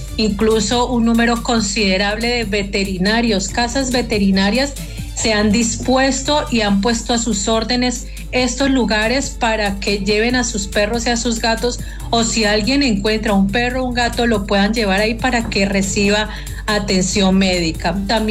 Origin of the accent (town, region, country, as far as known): Colombia